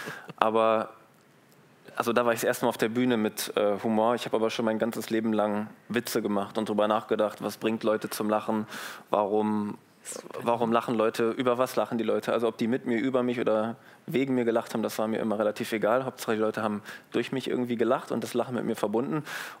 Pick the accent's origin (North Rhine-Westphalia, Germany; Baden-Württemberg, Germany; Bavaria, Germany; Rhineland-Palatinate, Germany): Rhineland-Palatinate, Germany; Hermeskeil; born there; Nee, ich bin in Hermeskeil geboren, das ist in der Nähe von Trier.